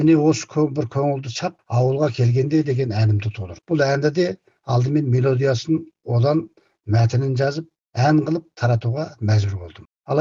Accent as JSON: {"language": "Kazakh", "area": "Korgas County", "region": "Xinjiang", "country": "China", "tie": "born or raised there", "moved": "yes", "said": "туған жерім Қорғас ауданындағы"}